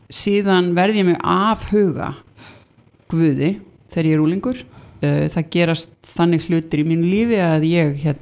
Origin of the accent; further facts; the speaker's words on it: Hafnarfjörður, Capital Region, Iceland; ég sem sé fædd og uppalinn í Hafnarfirði, gaflari á Guðs náð og hérna og ekki alinn upp í raunni sérstaklega trúari fjölskyldu